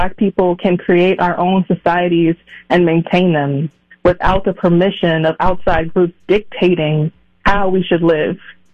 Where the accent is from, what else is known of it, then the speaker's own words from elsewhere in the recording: Minneapolis, Minnesota, United States; growing up in the Twin Cities